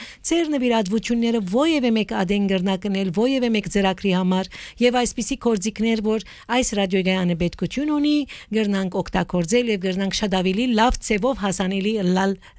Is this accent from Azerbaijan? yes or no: no; Aleppo, Aleppo Governorate, Syria; երբ գիհիշեմ իմ մանկության օրերս, ճիշտ այսպիսի ծրագիրներու ընդմեջ են, որ այդ ինքնավստահությունը մեր մեջը մեծացավ